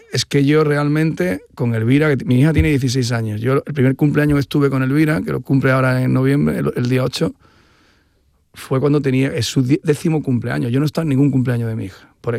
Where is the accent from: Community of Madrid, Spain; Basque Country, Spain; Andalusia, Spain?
Andalusia, Spain; los andaluces no existíamos en el radar